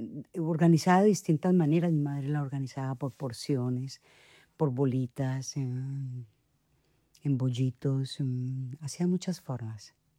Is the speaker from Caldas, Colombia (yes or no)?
yes; Manizales, Caldas, Colombia; Yo soy de una familia paisa, soy caldense de Manizales.